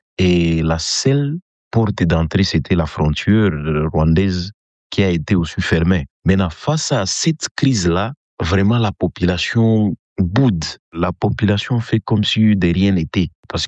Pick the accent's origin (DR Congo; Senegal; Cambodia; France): DR Congo; Goma, North Kivu; je suis de Goma.